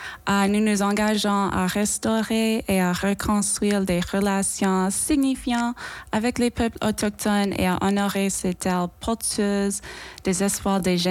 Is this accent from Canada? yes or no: yes; Florenceville, New Brunswick, Canada; first language English; French is a second language; moved away as an adult; now in Fredericton, Canada; Moi, je suis anglophone et je viens de Florenceville, au Nouveau-Brunswick, mais j'ai fait l'immersion française et pendant mon bac, je fais des études canadiennes et j'ai continué à pratiquer le français.